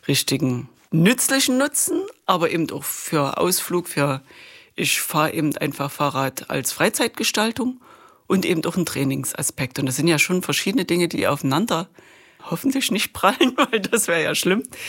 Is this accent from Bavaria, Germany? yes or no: no; Chemnitz, Saxony, Germany; Ich bin Chemnitzer Künstlerin